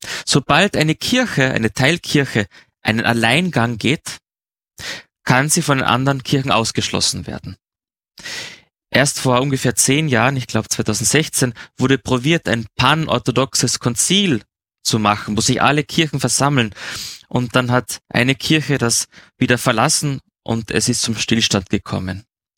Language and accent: German; Carinthia, Austria; für mich als Kärntner, Kärntner-Kasennudel, das ist das beste Gericht der Welt